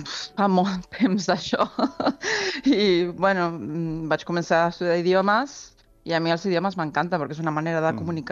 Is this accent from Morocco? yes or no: no; Argentina; accent: Argentine; first language Spanish; Catalan is a second language; moved away as an adult; now in Catalonia, Spain; des del meu barri d'Argentina, arribar aquí